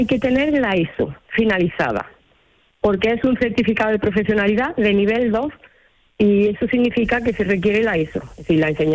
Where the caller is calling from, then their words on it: Granada, Andalusia, Spain; Pues yo estoy en Granada Capital.